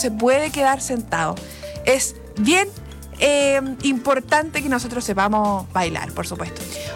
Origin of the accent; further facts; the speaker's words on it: Chile; Yo siento que como buen chileno uno tiene que bailar como sea la cueca. Es nuestro baile nacional